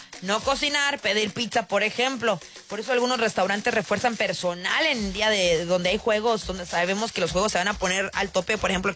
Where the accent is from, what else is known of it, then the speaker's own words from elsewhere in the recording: Mexico; now in United States; porque aquí no nada más somos mexicanos en Estados Unidos